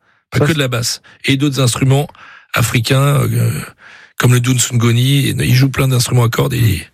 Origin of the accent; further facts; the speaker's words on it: Brittany, France; On est des Bretons qui font de la musique, donc on peut dire que c'est de la musique bretonne.